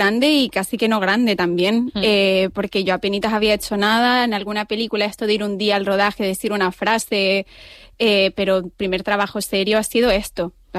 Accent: Canary Islands, Spain; empezamos a rodar aquí en Gran Canaria, en mi tierra.

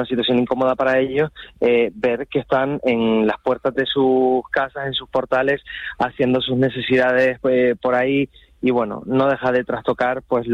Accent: Las Palmas de Gran Canaria, Canary Islands, Spain; now in Lanzarote, Spain; Soy conejero de adopción, porque soy de Gran Canaria, que luego los de mi barrio me van a crucificar. Y yo soy de Tamaraceite

